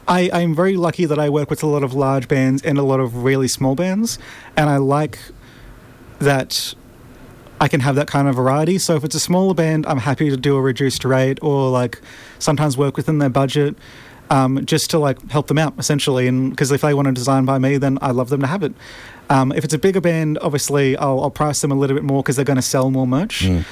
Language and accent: English; Bundaberg, Queensland, Australia; now in Brisbane, Australia; I'm from Bundaberg, which is like a small town